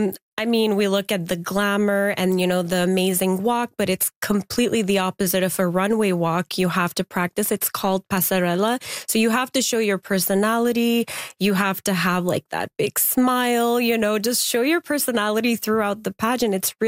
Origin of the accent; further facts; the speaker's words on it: Afghanistan; now in Canada; Well, I'm originally from Afghanistan.